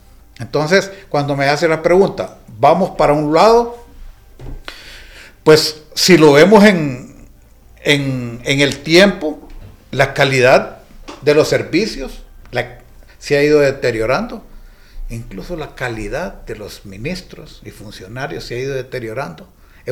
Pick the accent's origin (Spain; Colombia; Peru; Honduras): Honduras; nosotros como hondureños